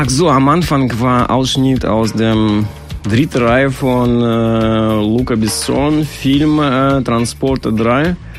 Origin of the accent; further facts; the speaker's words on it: Russia; German is a second language; moved away; ich komme aus Russland